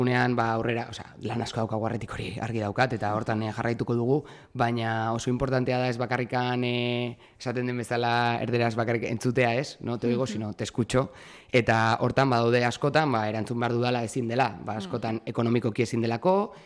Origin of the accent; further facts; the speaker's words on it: Irun, Basque Country, Spain; baina Irundarra naiz, orain dela 10 urte